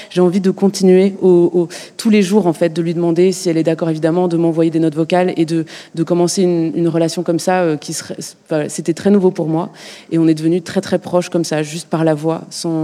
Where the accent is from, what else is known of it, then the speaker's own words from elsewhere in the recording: Brussels, Brussels-Capital Region, Belgium; je viens de pas très loin, je viens de Bruxelles, donc c'est 1h15 de train